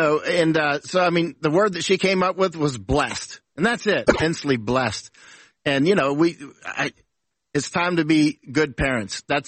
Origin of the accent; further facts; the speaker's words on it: the South, United States; now in Japan; I'm from the South.